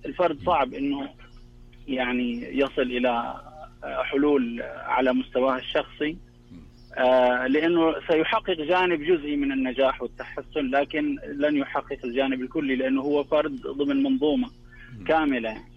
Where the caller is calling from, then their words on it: Mecca, Makkah Province, Saudi Arabia; أنا بكلمكم من مكة الآن، مكة المكرمة.